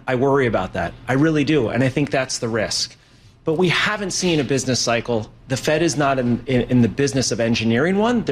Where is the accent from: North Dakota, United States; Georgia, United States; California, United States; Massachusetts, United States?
California, United States; San Diego; now in Newport Beach, United States; I grew up in San Diego